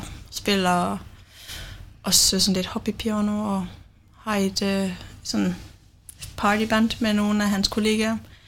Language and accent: Danish; Region of Southern Denmark, Denmark; Jeg kommer fra Fyn, sådan den midterste ud fra landet, så vokste op på landet.